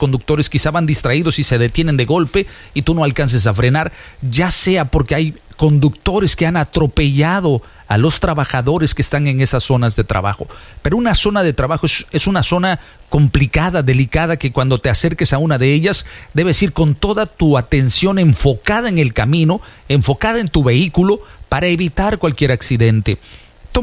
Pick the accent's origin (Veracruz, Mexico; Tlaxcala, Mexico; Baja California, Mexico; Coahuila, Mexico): Veracruz, Mexico; yo soy de oro, yo soy Jarocho.